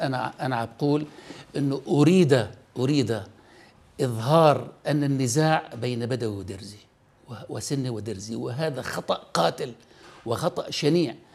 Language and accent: Arabic; As-Suwayda Governorate, Syria; أنا قريتي نصفها مسيحيون ونصفها الآخر دروز، تم نبش مقبرة المسيحيين في قرية الصور الكبيرة